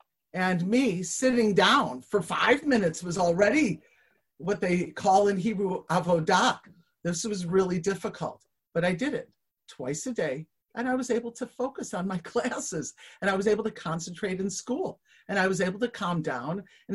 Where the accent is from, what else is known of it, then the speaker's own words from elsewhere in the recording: Buffalo, New York, United States; moved away; So I'm from Buffalo, New York, and I came back to Buffalo. And I was brought up in a suburb right near here to Reform Jewish parents.